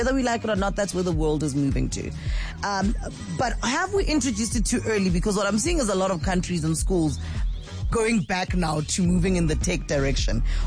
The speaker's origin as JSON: {"language": "English", "town": "Soweto", "region": "Gauteng", "country": "South Africa", "tie": "born or raised there", "moved": "yes", "said": "growing up in Soweto, there were libraries in every area."}